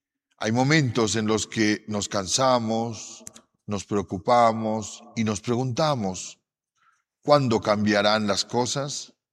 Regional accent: Bolivia; Estamos viviendo como bolivianos momentos difíciles.

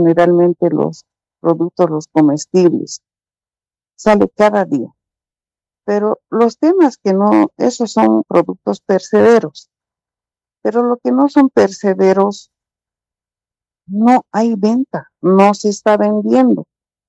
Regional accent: Bolivia; todos estamos afectados, prácticamente todos los bolivianos.

